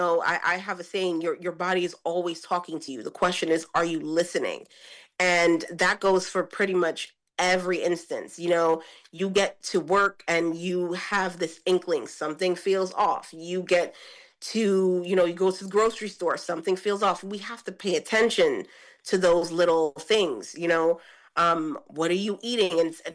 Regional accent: Brooklyn, New York, United States; now in New Jersey, United States; I'm in New Jersey, but I am from Brooklyn. I'm a New Yorker. And I moved into New Jersey after COVID

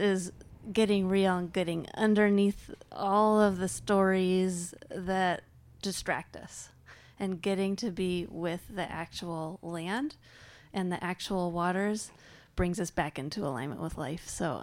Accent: Colorado, United States; I'm from Colorado, the Front Range of Colorado, and which actually I didn't know until recently drains into the Mississippi River Basin.

